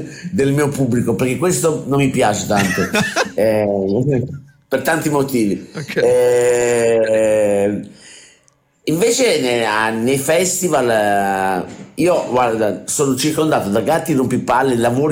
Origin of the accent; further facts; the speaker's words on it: Naples, Campania, Italy; sono napoletano